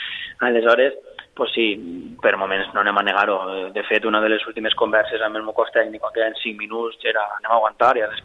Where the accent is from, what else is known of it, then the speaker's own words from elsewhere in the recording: Cullera, Valencian Community, Spain; soc de Cullera i estic propet